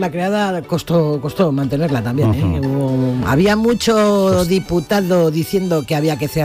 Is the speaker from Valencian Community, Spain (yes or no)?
no; Madrid, Community of Madrid, Spain; born there; now in Castilla-La Mancha, Spain; Soy madrileña de nacimiento, orgullosa de ser madrileña, porque a Madrid le debo lo que soy, pero ahora mismo yo me siento mucho más castellano manchega que madrileña